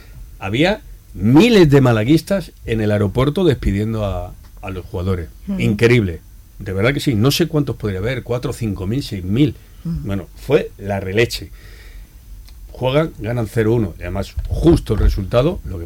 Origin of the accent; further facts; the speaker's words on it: Madrid, Community of Madrid, Spain; Soy madrileño, pero soy malaguista y me considero malagueño.